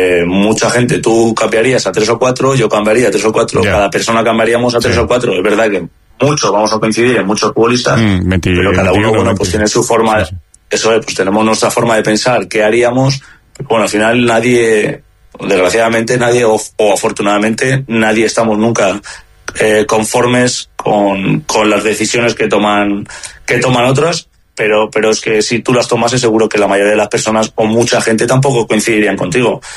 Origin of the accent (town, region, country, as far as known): Spain